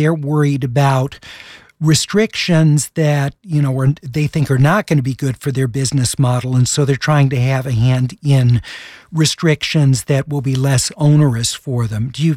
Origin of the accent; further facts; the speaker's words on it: California, United States; growing up in California public schools